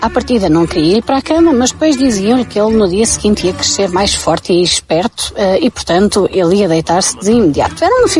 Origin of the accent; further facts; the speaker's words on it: Portugal; O Vitinho, não só como eu e como muitos de nós, também foi criado nos anos 80.